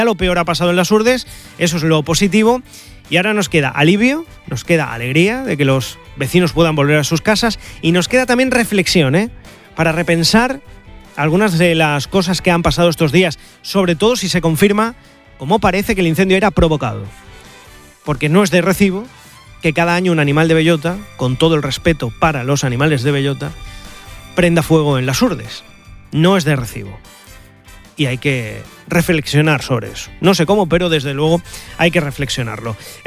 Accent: Valverde de Llerena, Extremadura, Spain; Valverde de Llerena, mi querido Valverde de Llerena, mi pueblo

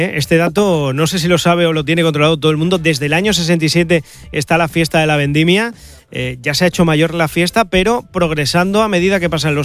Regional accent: Valverde de Llerena, Extremadura, Spain; Valverde de Llerena, mi querido Valverde de Llerena, mi pueblo

